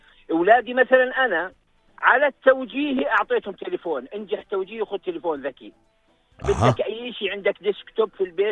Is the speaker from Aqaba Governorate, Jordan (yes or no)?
no; Amman, Amman Governorate, Jordan; also born or lived in Karak; احنا سيدي من الكرك، لكن عشنا في منطقه جبل النصر، وهي منطقه شعبيه ومنطقه راقه ورائعه من مناطق عمان الجميله.